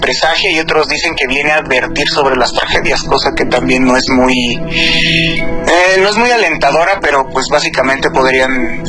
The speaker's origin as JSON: {"language": "Spanish", "town": "Amecameca", "region": "State of Mexico", "country": "Mexico", "said": "Soy del Estado de México. Creo que no recuerdan en esta parte, pero soy de, pues, por Amecameca, aquí por los volcanes."}